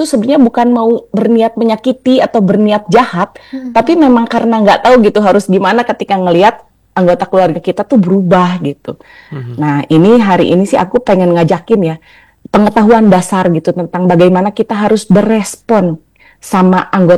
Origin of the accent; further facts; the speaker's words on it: Bandung, West Java, Indonesia; Iya, aku dari Bandung.